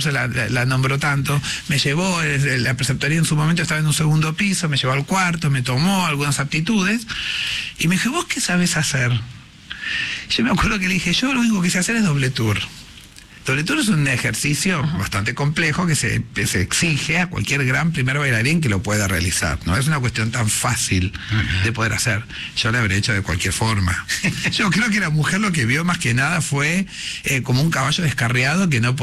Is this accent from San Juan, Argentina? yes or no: no; La Plata, Buenos Aires Province, Argentina; yo soy de La Plata.